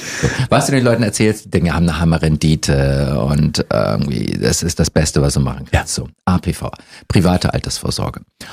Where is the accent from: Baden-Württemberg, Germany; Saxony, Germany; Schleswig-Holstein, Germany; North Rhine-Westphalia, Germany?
Schleswig-Holstein, Germany; Norderstedt